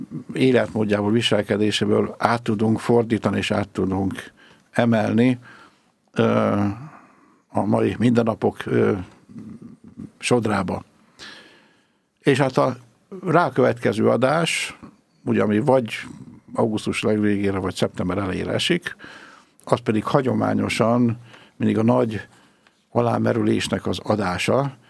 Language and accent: Hungarian; Pest, Hungary; én Budakörnyéki sváb gyerek vagyok